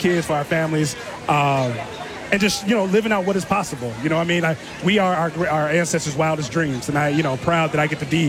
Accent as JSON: {"language": "English", "town": "Chicago", "region": "Illinois", "country": "United States", "tie": "born or raised there", "moved": "as an adult", "lives_now": "Milwaukee, United States", "said": "Born and raised in Chicago."}